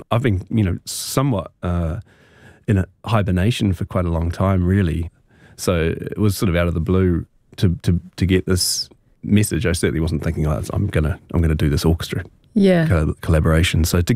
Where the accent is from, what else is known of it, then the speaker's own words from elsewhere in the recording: Christchurch, Canterbury, New Zealand; moved away; doing it in my hometown